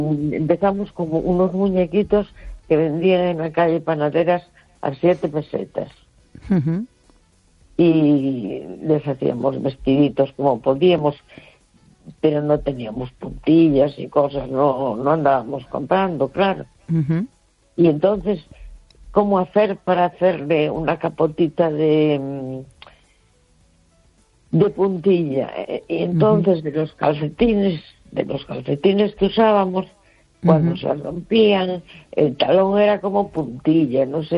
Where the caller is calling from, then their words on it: A Coruña, Galicia, Spain; de la Coruña.